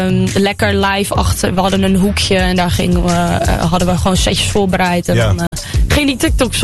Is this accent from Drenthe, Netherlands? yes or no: no; Schagen, North Holland, Netherlands; Ik kom zelfs namelijk uit Schagen.